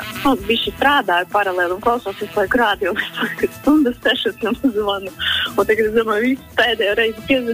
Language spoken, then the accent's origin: Latvian; Krāslava, Latgale, Latvia; now in Riga, Latvia; Nu, dzīvojušies esmu Krāslavā, Latgalē, bet